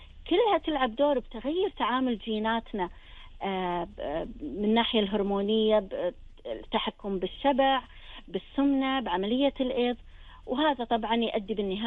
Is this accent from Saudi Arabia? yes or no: no; Kuwait; عندنا بالكويت